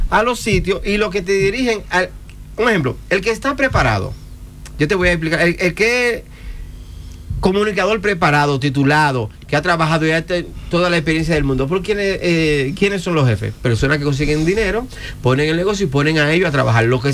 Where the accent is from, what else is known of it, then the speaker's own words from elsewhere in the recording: Dominican Republic; now in Spain; Yo soy dominicano y en mi país digo para los dominicanos primero también.